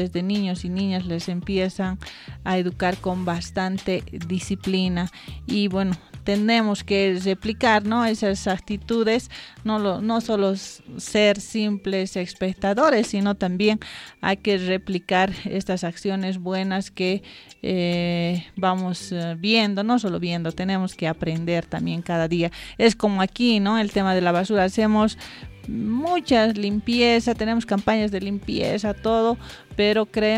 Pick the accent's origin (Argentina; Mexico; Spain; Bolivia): Bolivia; nosotros también como bolivianos